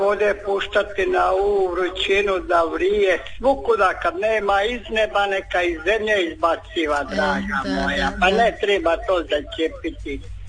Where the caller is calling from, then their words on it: Croatia; ja sam sa Velebita.